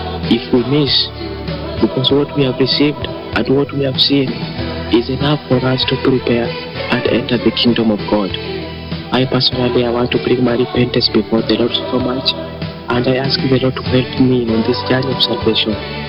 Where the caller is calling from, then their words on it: Qatar; This has been … I am calling live from Qatar.